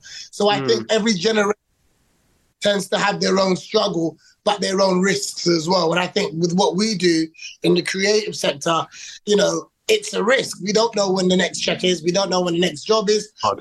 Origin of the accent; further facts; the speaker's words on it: London, United Kingdom; born there; My parents are Ghanaian. I was born in London. I was actually in foster care from 5 to about 16, I think, and raised by Caribbean parents.